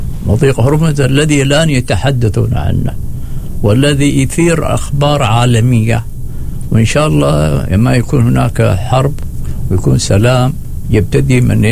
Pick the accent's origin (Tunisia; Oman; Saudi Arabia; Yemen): Oman; أنا لما كنت في إيران أقول لهم أنا من عمان